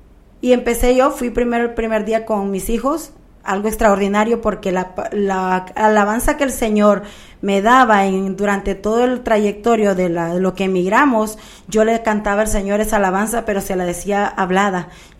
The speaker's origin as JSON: {"language": "Spanish", "country": "Honduras", "moved": "yes", "said": "Con esa palabra yo salí de Honduras."}